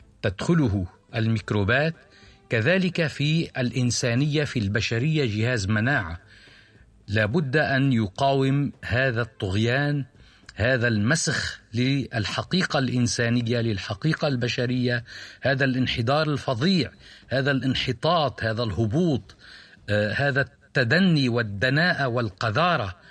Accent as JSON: {"language": "Arabic", "country": "Lebanon", "said": "عندنا في لبنان"}